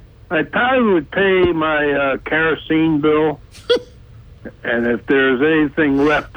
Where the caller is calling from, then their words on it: Nanticoke, New York, United States; from Nanticoke.